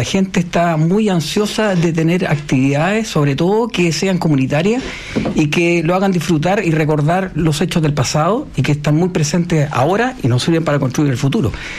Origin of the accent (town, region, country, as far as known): Chile